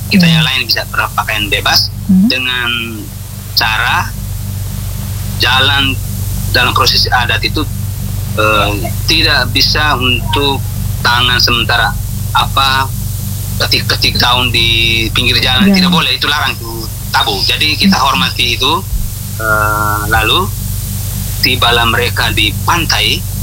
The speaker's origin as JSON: {"language": "Indonesian", "region": "East Nusa Tenggara", "country": "Indonesia", "said": "kami orang Lamaholot khususnya Witiam Adonara"}